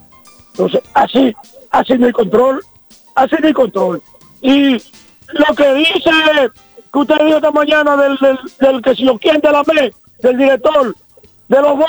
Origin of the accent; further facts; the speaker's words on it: Dominican Republic; somos dominicanos.